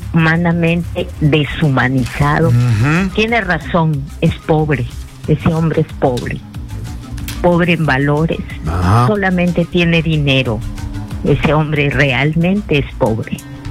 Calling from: Chiclayo, Lambayeque, Peru; llamo de Chiclayo, de Lambayeque.

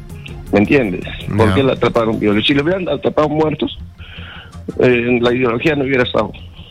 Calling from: Lima, Peru; de Barranco.

